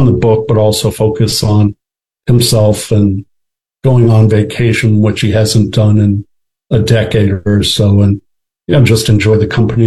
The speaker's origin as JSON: {"language": "English", "town": "Dallas", "region": "Texas", "country": "United States", "tie": "born there", "also_born_or_lived": "Kansas City / Wisconsin", "lives_now": "Memphis, United States", "said": "I was born in Dallas, actually lived in Kansas City for a couple of years, and am now in Memphis."}